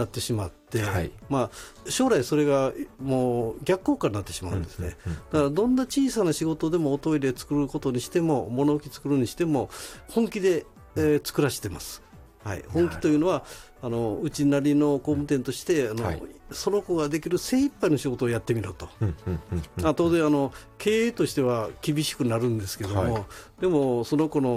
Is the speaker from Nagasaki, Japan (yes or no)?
no; Hyogo, Japan; 例えば私は兵庫県ですけど、兵庫県で行くと